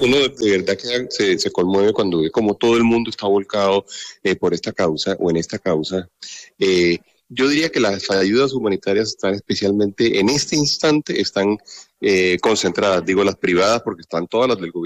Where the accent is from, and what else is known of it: Colombia